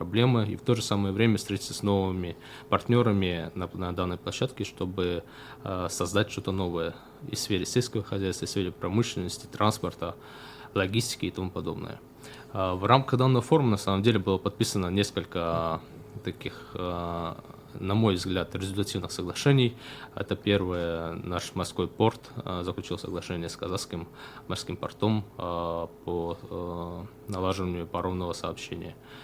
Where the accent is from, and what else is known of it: Dagestan, Russia